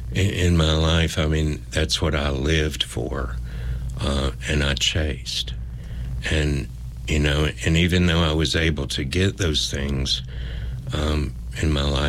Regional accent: Kingsport, Tennessee, United States; moved away as an adult; I grew up in Kingsport, Tennessee. I left and got a job, went to college and all that for several years, and ended up coming back kind of like a full circle.

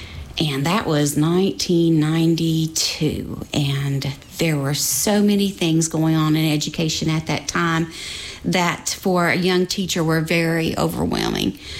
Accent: Virginia, United States; Sure. I grew up in Russell County, Virginia, and graduated from Lebanon High School in 1987.

